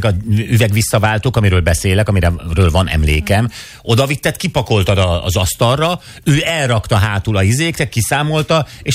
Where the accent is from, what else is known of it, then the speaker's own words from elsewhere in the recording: Hungary; lehet, hogy azért, mert itt nőttem fel.